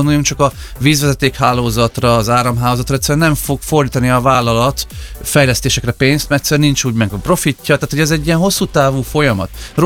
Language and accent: Hungarian; Szentes, Csongrád-Csanád, Hungary; én is Szentesi tanyavilágból származok, tehát termelünk, van egy ilyen bekötődésem